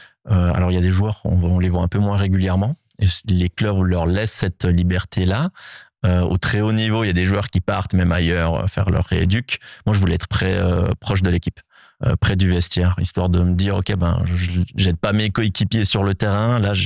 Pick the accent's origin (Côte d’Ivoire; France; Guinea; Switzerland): Switzerland